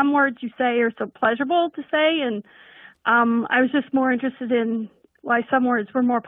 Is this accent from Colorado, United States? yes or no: no; Bismarck, North Dakota, United States; I'm from Bismarck, North Dakota.